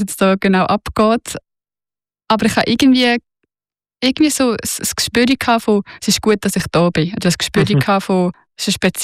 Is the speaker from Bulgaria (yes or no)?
no; Lucerne, Switzerland; ich bin auf dem Land im Kanton Luzern aufgewachsen und das ist dort wie gar keine Frage gewesen, das haben alle gemacht.